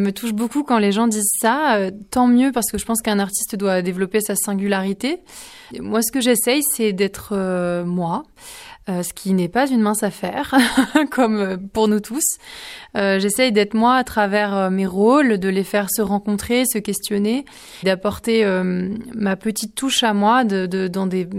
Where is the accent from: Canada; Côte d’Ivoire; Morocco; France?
France; Dijon, Bourgogne-Franche-Comté; moved away as an adult; now in Paris, France; je viens de Dijon, ma ville chérie, qui est une très belle ville.